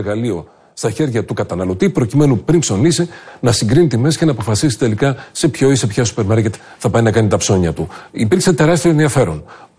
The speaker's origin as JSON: {"language": "Greek", "town": "Trikala", "region": "Thessaly", "country": "Greece", "said": "στον τόπο μου, στα Τρίκαλα, στην Πύλη, ας πούμε, στα χωριά, μπορεί να μην υπάρχουν μεγάλα σούπερ μάρκετ."}